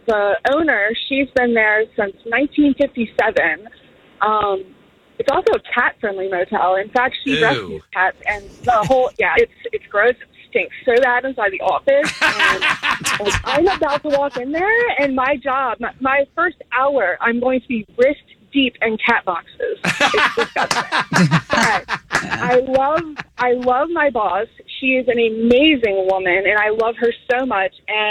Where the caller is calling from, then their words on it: Maryland, United States; I'm calling from Southern Maryland.